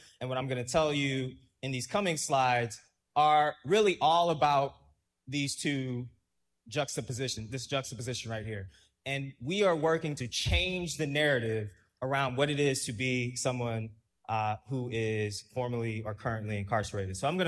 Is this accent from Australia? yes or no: no; Ferguson, Missouri, United States; moved away; growing up in Ferguson